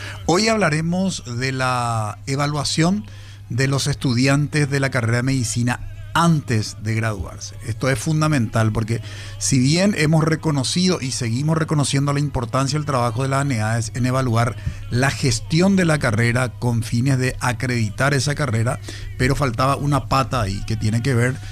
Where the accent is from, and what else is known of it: Paraguay